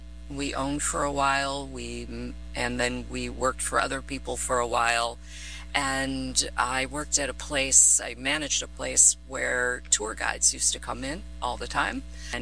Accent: New York City, New York, United States

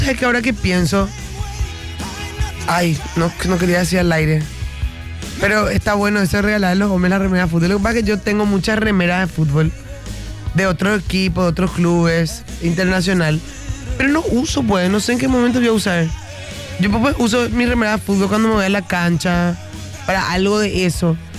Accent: Paraguay; Nosotros somos paraguayos, ¿verdad?

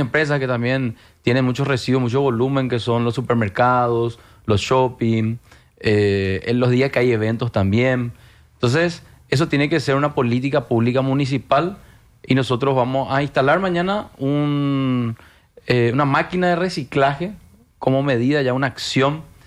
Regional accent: Asunción, Paraguay; yo soy asunceno primero, ¿verdad? Para mí primero está Asunción

